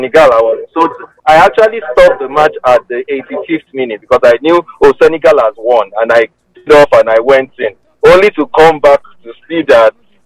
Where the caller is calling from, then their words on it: Lagos, Nigeria; I'm currently in Ipaja.